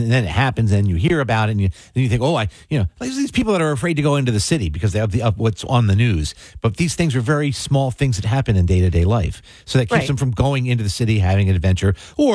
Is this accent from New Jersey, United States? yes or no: yes; New Jersey, United States; I grew up in South Jersey